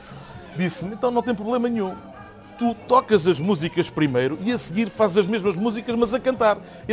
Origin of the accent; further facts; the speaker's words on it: Zambujeira do Mar, Alentejo, Portugal; Foi numa passagem de ano, exatamente na minha terra natal, na Zambujeira do Mar